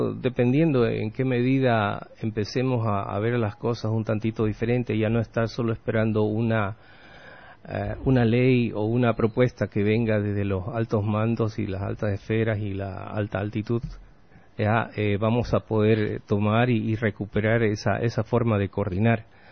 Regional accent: Santa Cruz, Bolivia; como sociedad y como cruceño

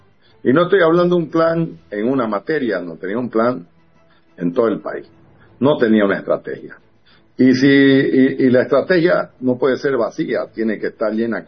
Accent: Santa Cruz, Bolivia; nosotros, los cruceños, nosotros los orientales

